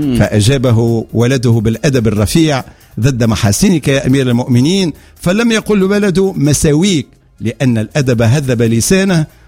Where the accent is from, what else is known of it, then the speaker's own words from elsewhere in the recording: Tunisia; ما نعرفش موجود عندنا في تونس ولا مش موجود.